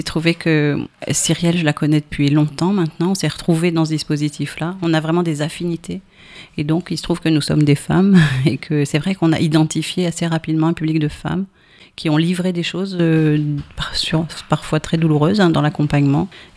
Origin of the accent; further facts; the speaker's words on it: Centre-Val de Loire, France; soit du sud, l'Auchois d'où je viens moi